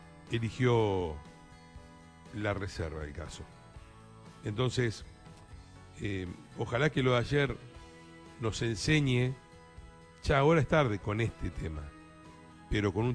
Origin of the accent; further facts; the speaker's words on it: Argentina; más que como argentino